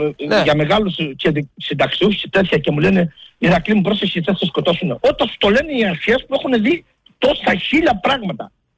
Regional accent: Greece; Μόνο που είμαι Έλληνας πατριώτης έχουν πρόβλημα γιατί μιλώ.

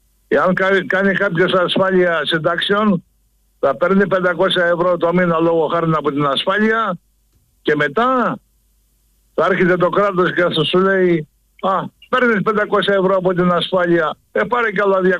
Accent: Thessaly, Greece; από τον Κόζακα.

